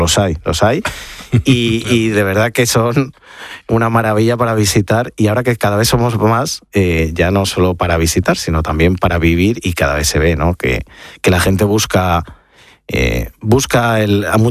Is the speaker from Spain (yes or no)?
yes; Community of Madrid, Spain; Aquí todos somos madrileños, pero tenemos distintos acentos, pero también nuestros pueblos.